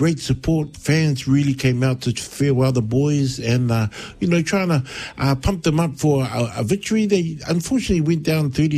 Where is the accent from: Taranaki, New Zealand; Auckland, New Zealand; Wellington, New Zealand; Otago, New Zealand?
Wellington, New Zealand; For me, being born and bred in Wellington, you know, Hurricanes is my home team, but my village team has always been Moana.